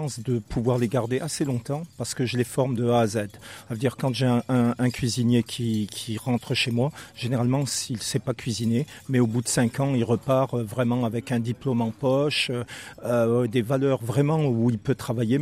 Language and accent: French; Saint-Étienne, Auvergne-Rhône-Alpes, France; now in La Franqui, France; Moi, je viens de Saint-Etienne